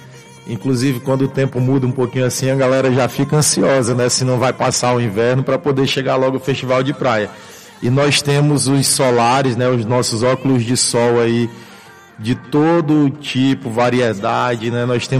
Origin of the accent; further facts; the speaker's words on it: Rio Branco, Acre, Brazil; moved away as an adult; now in Tarauacá, Brazil; sou de Rio Branco, mas tô já aqui há uns 6 meses aqui em Tarauacá.